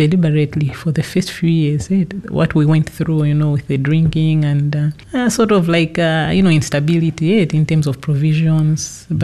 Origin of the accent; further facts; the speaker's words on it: Karonga, Northern Region, Malawi; I'm from Karunga. It's a Ngonde name.